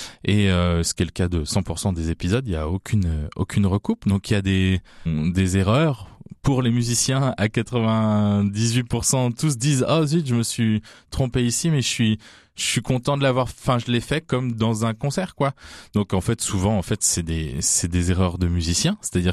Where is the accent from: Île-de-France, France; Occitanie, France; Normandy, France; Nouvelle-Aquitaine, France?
Nouvelle-Aquitaine, France; Bressuire; moved away as an adult; now in Poitiers, France; je suis originaire de Bressuire, précisément.